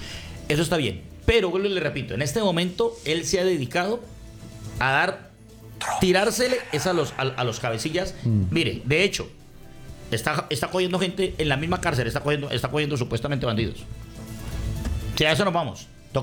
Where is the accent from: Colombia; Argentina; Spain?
Colombia; Y es mi punto de vista como colombiano.